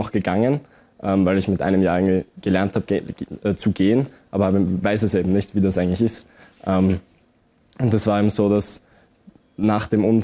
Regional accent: Tyrol, Austria; accent: Viennese; Also ich bin auch in Tirol aufgewachsen. Ich habe leider den Wiener Akzent angenommen, aber fühle mich trotzdem auch hier sehr, sehr zu Hause.

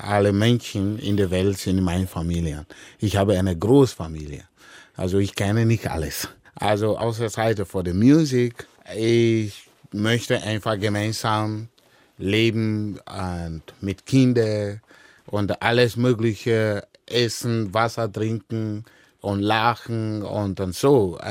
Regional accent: Burkina Faso; German is a second language; now in Austria; ich war überall in Burkina Faso, in Ouagadougou, Bobo Dioulasso, in meinem Heimatland oder in meinem Dorf.

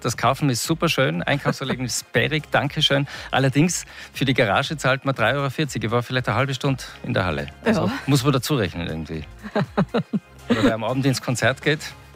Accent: Innsbruck, Tyrol, Austria; kenne ich mich jetzt als Innsbrucker nicht so aus, weil ich habe zum Glück die Anwohnerparkplätze.

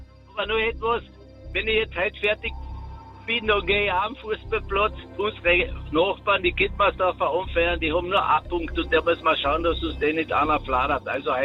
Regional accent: Ludmersdorf, Carinthia, Austria; Ich bin gerade nach Ludmersdorf in meiner Heimatgemeinde unterwegs

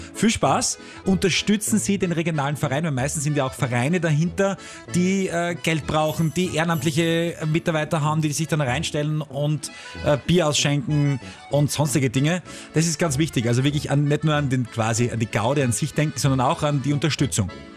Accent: Styria, Austria; egal ob in Wien, in München oder eben bei uns in der Steiermark.

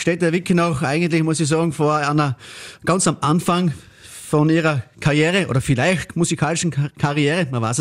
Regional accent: Obdach, Styria, Austria; wir kommen aus Obdach, aus dem steirischen Zirnland.

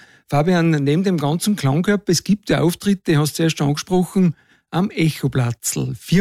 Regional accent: Upper Austria, Austria; wie man sagt, bei uns in Oberösterreich

